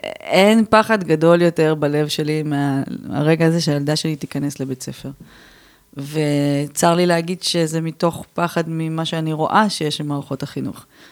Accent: Beersheba, Southern District, Israel; כאילו אני כבאר שבעית, כמקומית, כמי שמכירה את המקום הזה לבוריו

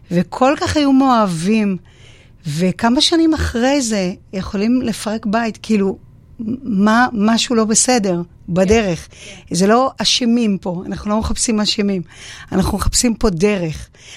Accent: Jerusalem, Jerusalem District, Israel; born there; now in Haifa, Israel; אני תושבת חיפה. מאוד אוהבת את חיפה. נולדתי בירושלים, אבל אני תושבת חיפה.

